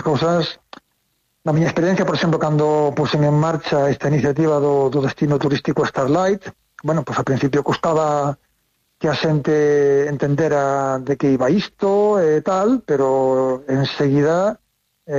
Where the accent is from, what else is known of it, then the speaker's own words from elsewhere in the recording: Baio, Galicia, Spain; Eu, como son da Costa da Morte, son de Baio, pois traios por aquí de visita.